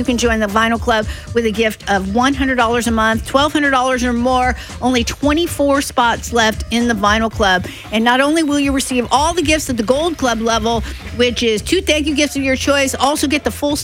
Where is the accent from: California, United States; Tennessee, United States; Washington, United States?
Washington, United States; Seattle; I'm from Seattle